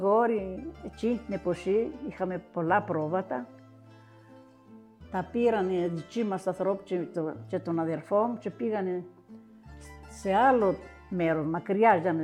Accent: Vorizia, Crete, Greece; Ήμουν και από τα Βορίζα, δεν ήξερα και πολλά.

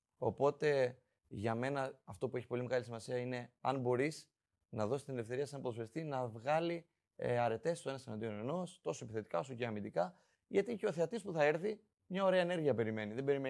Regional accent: Greece; ως Έλληνες

